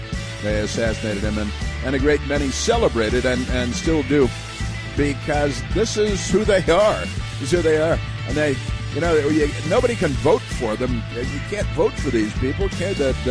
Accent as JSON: {"language": "English", "region": "Illinois", "country": "United States", "tie": "born or raised there", "said": "He grew up north and west of Chicago, not far from where I did most of my growing up, and it's where regular people come from, at least a lot of them."}